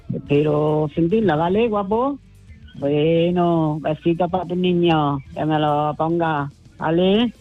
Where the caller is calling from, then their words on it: Córdoba, Andalusia, Spain; de Córdoba, mira que el otro día sentía a Conchi de Córdoba preguntar por mí, por mi niña.